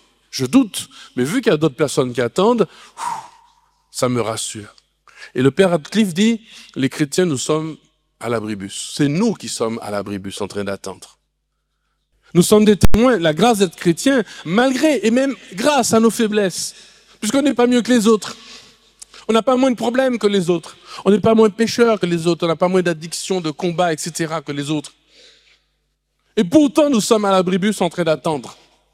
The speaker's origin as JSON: {"language": "French", "country": "Martinique"}